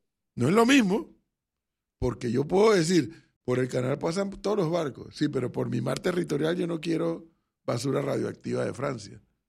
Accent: Panama

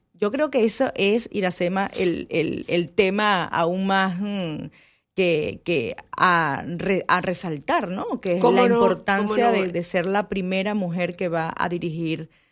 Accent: Venezuela; now in Panama

